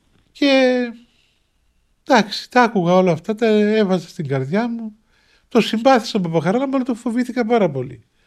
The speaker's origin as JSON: {"language": "Greek", "country": "Cyprus", "said": "Λέω «Από την Κύπρο, γέροντα». «Α, από την Κύπρο», λέει. Λέω «Ναι, από την Κύπρο, τίποτα άλλο»."}